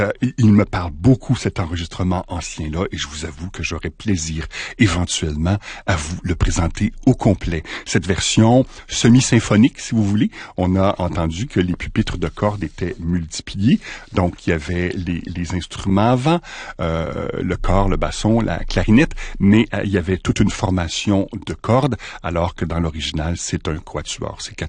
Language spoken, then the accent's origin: French; Quebec, Canada; y compris au Canada et chez nous au Québec